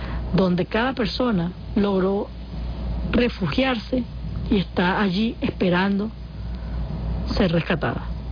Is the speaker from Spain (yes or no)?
no; Venezuela; Esos somos los venezolanos y debemos cultivar cada vez más eso.